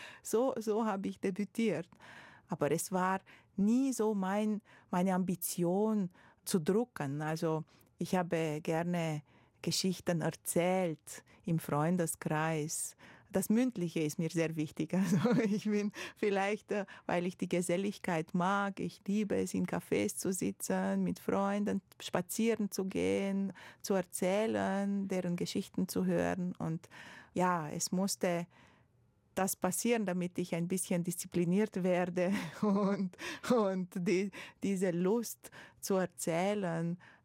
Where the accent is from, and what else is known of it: Romania; born there; German is a second language; moved away